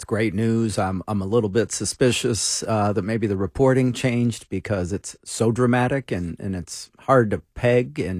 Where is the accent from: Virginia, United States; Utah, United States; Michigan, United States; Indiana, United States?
Michigan, United States; Lansing; I grew up in Lansing